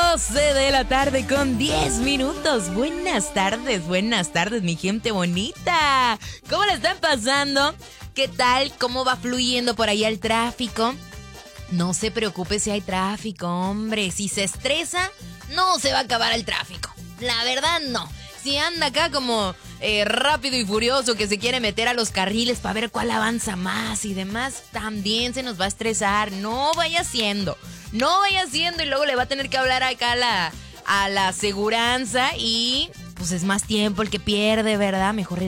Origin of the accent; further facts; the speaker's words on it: Tijuana, Baja California, Mexico; also born or lived in Los Mochis, Sinaloa; Que nacimos en otra parte, pero vivimos y nos criamos aquí en Tijuana. Y pues mira, a mí me preguntan y yo soy tijuanense, ¿verdad? Cuando digo, no, pues nací en Los Mochis, Sinaloa, eres sinaloense